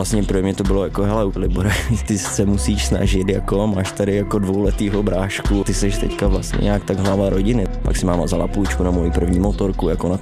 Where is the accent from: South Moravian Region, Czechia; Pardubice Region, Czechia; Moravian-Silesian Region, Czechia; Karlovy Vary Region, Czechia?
Moravian-Silesian Region, Czechia; Ostrava; takže jo, ale jako vlastně jsem Ostravák.